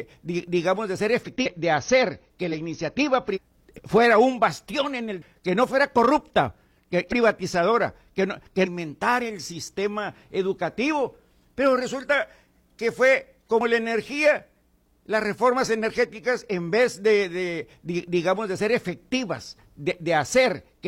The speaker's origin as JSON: {"language": "Spanish", "country": "Mexico", "said": "Yo hubiera querido, muy profundamente como mexicano"}